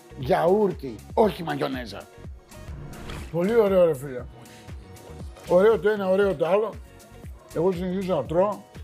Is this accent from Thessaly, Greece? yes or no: no; Thessaloniki, Central Macedonia, Greece; born or raised there